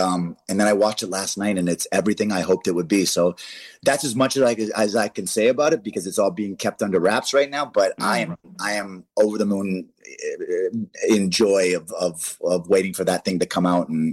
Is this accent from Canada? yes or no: yes; Canada; now in United States; I'm Canadian. I love Canada, born and raised. America gave me the amazing opportunity of flourishing in this great film business.